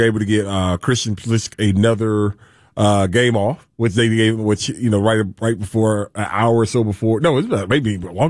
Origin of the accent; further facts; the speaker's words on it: United States; I'm American.